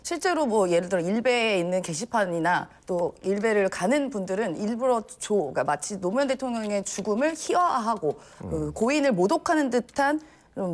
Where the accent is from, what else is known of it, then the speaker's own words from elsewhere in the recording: Seoul, South Korea; 저는 서울 사람이어서 잘 모르지만